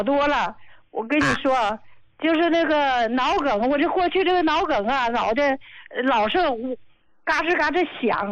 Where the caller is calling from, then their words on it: Qinhuangdao, Hebei, China; 我是秦皇岛的。